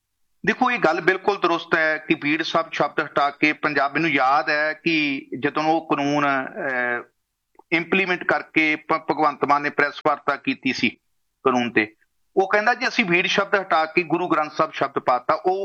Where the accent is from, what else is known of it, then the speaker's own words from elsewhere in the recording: Punjab, India; moved away as an adult; now in Canada; ਅੱਜ ਅਸੀਂ ਕੈਨੇਡਾ ਦੀ ਧਰਤੀ ਤੇ ਬੈਠੇ ਹਾਂ ਜਾਂ ਪੰਜਾਬ 'ਚੋਂ ਅਸੀਂ ਪੰਡ ਗਏ ਸੀ